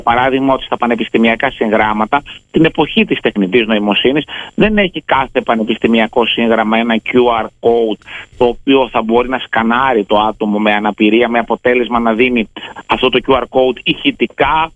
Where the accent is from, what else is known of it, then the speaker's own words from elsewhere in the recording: Eleftherio-Kordelio, Central Macedonia, Greece; Εγώ, κύριε Ερυθρόπουλε, μεγάλωσα στο Ελευθέριο Κορδελιό, δηλαδή είμαι ένα παιδί της Δυτικής Θεσσαλονίκης